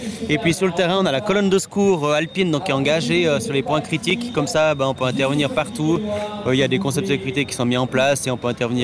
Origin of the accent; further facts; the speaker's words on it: Charmey, Fribourg, Switzerland; je viens de Charmaisan